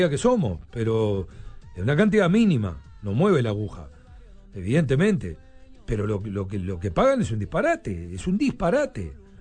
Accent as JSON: {"language": "Spanish", "country": "Uruguay", "said": "nosotros somos uruguayos menos mal."}